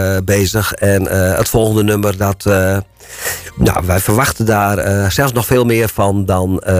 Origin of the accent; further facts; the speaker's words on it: Friesland, Netherlands; ik ben een Friese